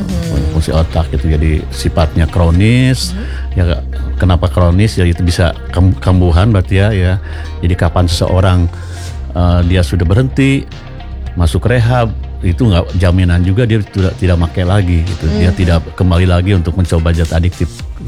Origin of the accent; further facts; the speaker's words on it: Bandung, West Java, Indonesia; now in Bali, Indonesia; Saya sebelumnya aslinya dari Bandung, tapi sudah jatuh cinta sama Bali dan sudah lama juga tinggal di Bali.